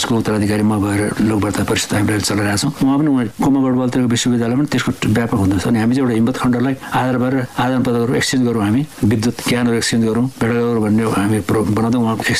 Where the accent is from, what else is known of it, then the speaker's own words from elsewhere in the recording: Bhojpur, Koshi Province, Nepal; अलि पूर्व अझैतिर मेरो घर भोजपुर हो